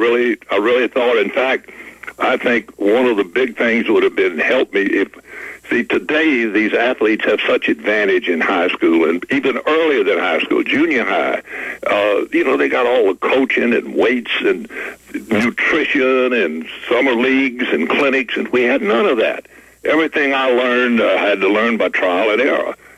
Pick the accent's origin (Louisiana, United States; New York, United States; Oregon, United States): Louisiana, United States; Baton Rouge; I loved, you know, growing up in Baton Rouge.